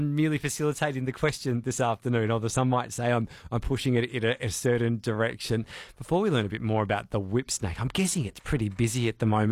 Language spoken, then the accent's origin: English; Melbourne, Victoria, Australia; also born or lived in Tasmania, Australia; I'm from Melbourne originally. I hadn't heard of a whip snake. I was living in Tassie.